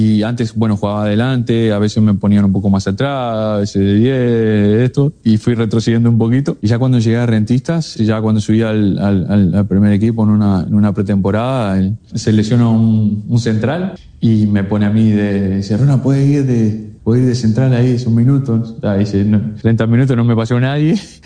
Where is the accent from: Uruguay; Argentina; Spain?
Uruguay; Rivera; now in Montevideo, Uruguay; yo lo aprendí cuando llegué de Rivera a Montevideo. Me había costado un poco más